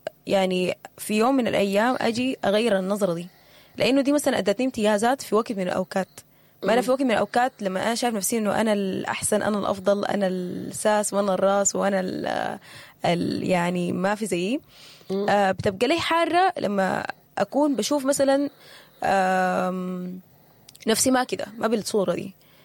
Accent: Sudan; بلدنا السودان

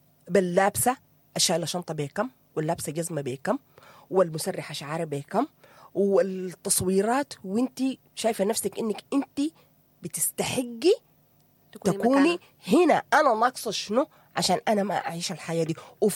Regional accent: Sudan; واقعنا نحن كسودانيين

